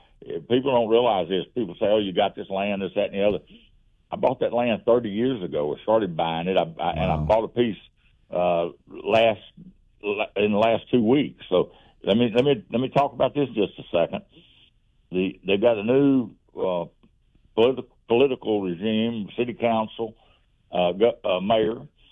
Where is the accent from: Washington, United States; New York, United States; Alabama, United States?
Alabama, United States; Calera; born or raised there